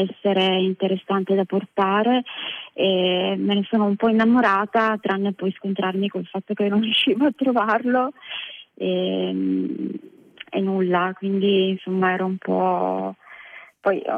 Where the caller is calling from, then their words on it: Turin, Piedmont, Italy; Chiamo da Torino